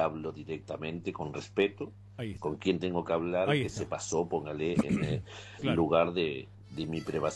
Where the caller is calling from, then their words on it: Argentina; yo soy argentino